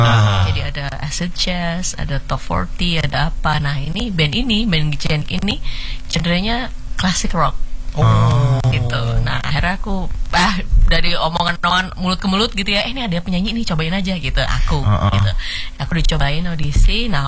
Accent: Surabaya, East Java, Indonesia; born or raised there

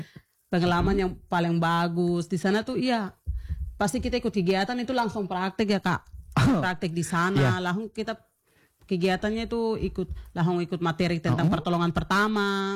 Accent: South Papua, Indonesia; kita orang Papua

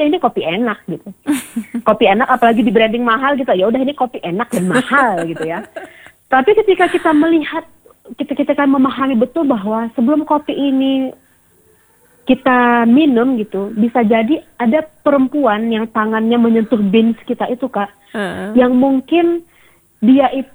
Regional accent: Aceh, Indonesia; tapi juga merupakan identitas dan budaya kita orang Gayo gitu.

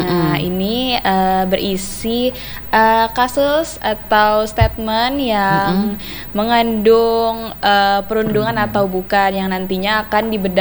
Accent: Berau, East Kalimantan, Indonesia; Kalau saya, karena saya berasal dari Kabupaten Berau, jadi sewaktu pemilihan itu saya menggunakan bahasa Berau atau bahasa Banua, Kak.

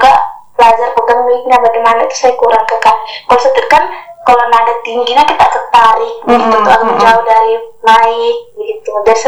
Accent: East Nusa Tenggara, Indonesia; Karena kalau saya menyanyikan … ini kan lagunya dari NTT nih, sedangkan saya dari NTT.

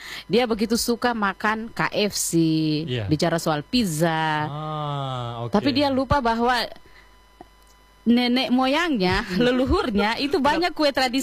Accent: Southeast Sulawesi, Indonesia; Dan cucur itu sebenarnya bagian dari identitas kita sebagai orang Muna, entah orang Buton, yang kemudian memang di dalam harwanya itu harus ada cucur, kan? Itu identitas kita.

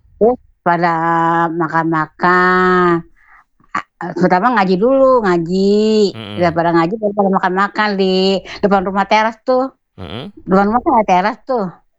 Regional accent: Jakarta, Indonesia; born there; also born or lived in West Sumatra (Minang home village); Gue lahir aja ke Jakarta, gede aja di Jakarta ya

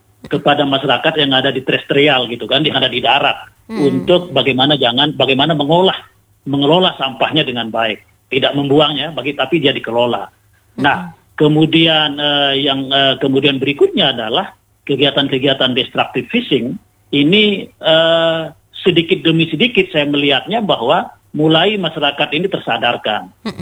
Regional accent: West Nusa Tenggara, Indonesia; teman-teman di kampung saya menangkap ikan di sekitar perairan Labuan Haji Tanjung Luar

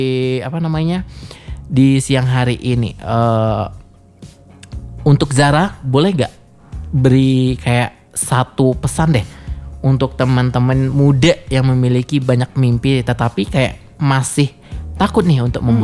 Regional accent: Dharmasraya, West Sumatra, Indonesia; Jadi kayak ada dari Damasraya, dari Sumbar tuh dua, dan aku dari Damasraya kan.

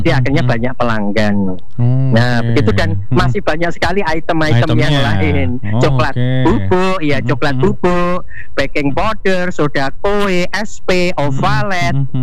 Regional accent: Medan, North Sumatra, Indonesia; Jadi saya dari Medan, Mas Willy.

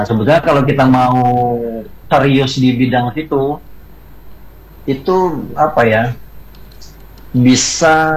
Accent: East Kalimantan, Indonesia; Harapan kita sebagai warga Kalimantan Timur apa

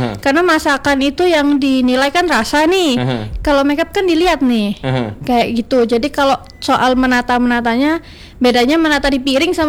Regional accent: Malang, East Java, Indonesia; moved away as an adult; now in Pontianak, Indonesia; waktu aku itu pindah ke Pontianak. Jadi kebetulan asalnya aku tuh dari kota Malang. Aku tuh orang Jawa asli, Jawa.

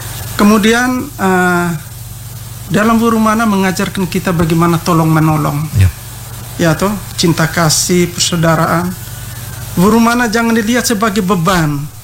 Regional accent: East Nusa Tenggara, Indonesia; Tapi kita mencintai budaya kita sehingga kita mempunyai jati diri kita sebagai orang Ende Leo.

